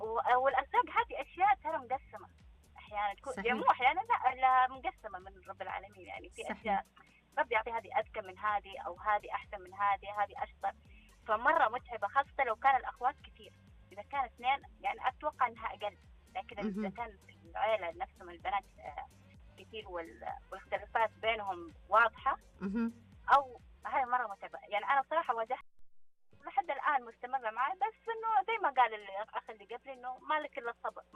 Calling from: Mecca, Makkah Province, Saudi Arabia

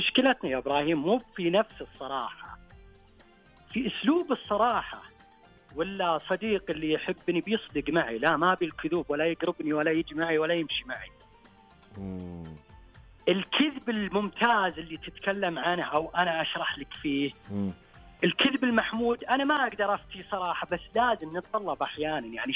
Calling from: Riyadh, Riyadh Province, Saudi Arabia

